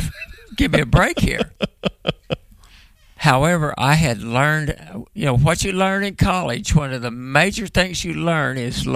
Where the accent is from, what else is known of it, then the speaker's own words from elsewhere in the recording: Oklahoma, United States; Now, as you mentioned earlier, I was raised in Muskogee County, 6 miles north of Shakota, 3 miles south of Wainwright, mm-hmm.